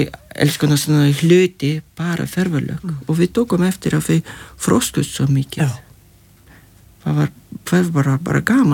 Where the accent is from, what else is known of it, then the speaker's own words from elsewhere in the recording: Lithuania; og við vorum alinn upp í Litáin og með gott sumarvefur og alvöru sumar